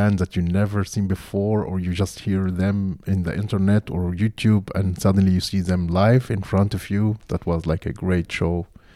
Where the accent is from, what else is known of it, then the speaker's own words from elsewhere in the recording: Egypt; And I come from Egypt, so I think I'm in my shift, I'm the only Arabic person